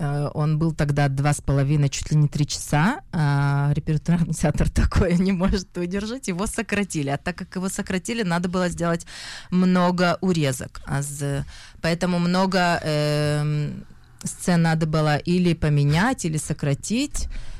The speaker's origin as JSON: {"language": "Russian", "country": "Russia", "accent": "Russian", "moved": "yes", "said": "Ребята, я приехала из России, у меня русскоязычный акцент, у меня русскоязычный облик"}